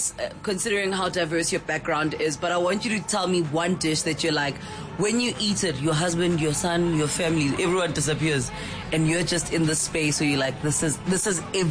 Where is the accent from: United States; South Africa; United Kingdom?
South Africa; That's what I love about being a South African.